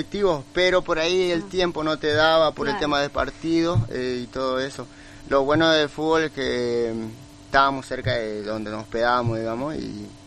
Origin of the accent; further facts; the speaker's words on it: La Paz, Entre Ríos, Argentina; moved away as an adult; now in Paraná, Argentina; No, yo soy de La Paz.